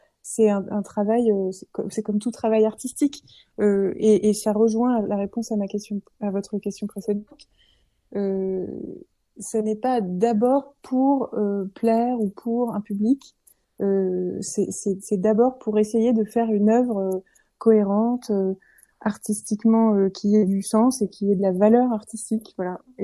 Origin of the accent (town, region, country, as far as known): Briançon, Provence-Alpes-Côte d'Azur, France